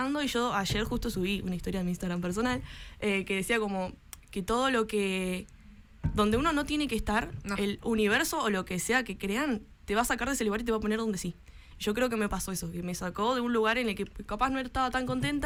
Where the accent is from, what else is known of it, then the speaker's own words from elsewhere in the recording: Médanos, Buenos Aires, Argentina; yo soy de Médanos, mi papá tenía la imprenta en Médanos